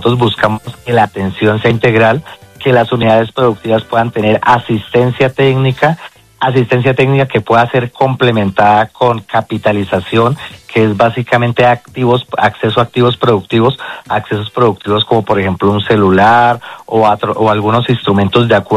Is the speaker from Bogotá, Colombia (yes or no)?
yes; Bogotá, Colombia; yo soy rolo, por decirlo de alguna forma, es la primera experiencia en este territorio